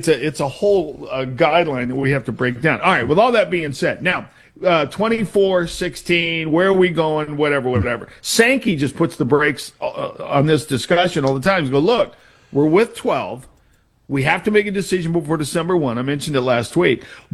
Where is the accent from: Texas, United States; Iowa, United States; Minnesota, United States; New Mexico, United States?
Iowa, United States; moved away; It's so good. And because it just reminds me of growing up in Iowa.